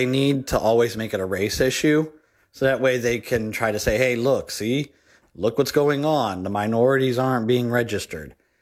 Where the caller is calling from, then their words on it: Sumter, South Carolina, United States; from Sumter here.